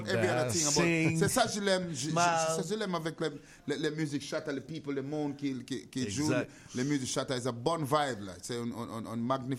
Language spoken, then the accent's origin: English; Jamaica; now in Canada; Because I'm Jamaican, but I'm with the French. I speak French, too.